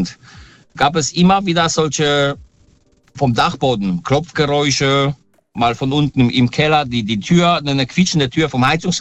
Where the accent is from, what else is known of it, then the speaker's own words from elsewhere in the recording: Poland; Ich komme ursprünglich aus Polen. Also ich bin gebürtig in Polen.